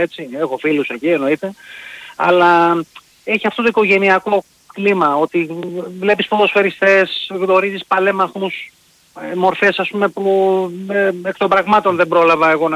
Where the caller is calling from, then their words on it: Nea Smyrni, Attica, Greece; Εγώ είμαι … από Νέα Σμύρνη